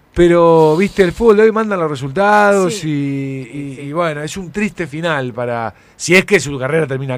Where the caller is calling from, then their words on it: Ángel Gallardo, Santa Fe, Argentina; de Ángel Gallardo Santa Fe, 319 el DNI.